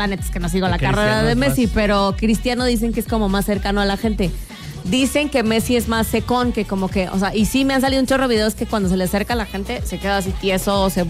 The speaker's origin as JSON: {"language": "Spanish", "country": "Mexico", "said": "somos el país con la memoria más corta."}